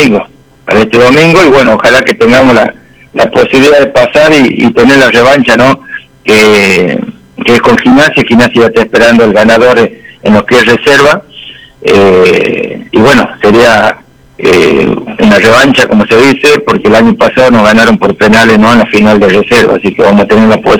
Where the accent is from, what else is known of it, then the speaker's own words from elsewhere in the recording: Argentina; Como todo argentino, frente al televisor